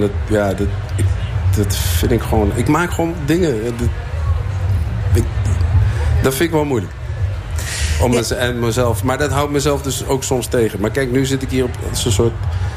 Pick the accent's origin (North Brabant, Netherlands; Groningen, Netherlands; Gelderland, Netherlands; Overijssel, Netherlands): Overijssel, Netherlands; Zwolle; Ja, ik kom uit Zwolle, maar ja, daar heb ik niks voor hoeven doen, hè.